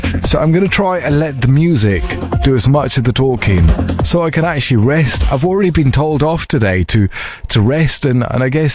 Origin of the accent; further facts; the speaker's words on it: Manchester, North West England, United Kingdom; I'm from Manchester.